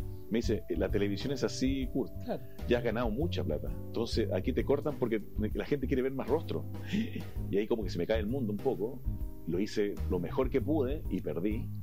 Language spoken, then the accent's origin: Spanish; Chile; como típico chileno, me compré la tele.